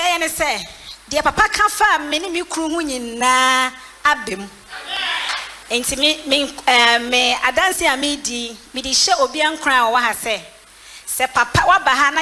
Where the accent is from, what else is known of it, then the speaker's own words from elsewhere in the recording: Greater Accra, Ghana; I'm from Community 8.